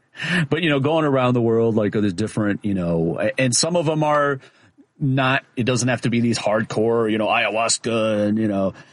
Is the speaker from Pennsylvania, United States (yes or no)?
no; Chicago, Illinois, United States; accent: Chicago; My Chicago accent slipping out there.